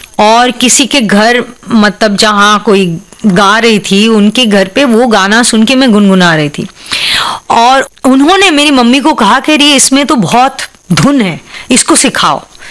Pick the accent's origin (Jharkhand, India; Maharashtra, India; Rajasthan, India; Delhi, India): Delhi, India; दिल्ली में उस माहौल में मैं पली बड़ी, जहाँ मंडी हाउस और जो विंटर्स, बिल्कुल विंटर्स में